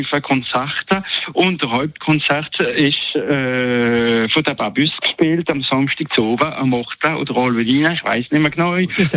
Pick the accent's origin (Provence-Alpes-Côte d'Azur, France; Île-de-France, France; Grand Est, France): Grand Est, France; accent: Alsatian; Weil da bei uns im Elsass Alemannisch und Fränkisch reden, wie in Baden-Württemberg, wo sie auch Fränkisch und Alemannisch und auch Schwäbisch reden.